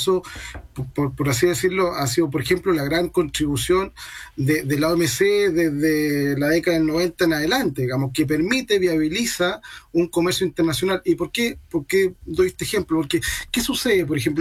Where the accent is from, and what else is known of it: Chile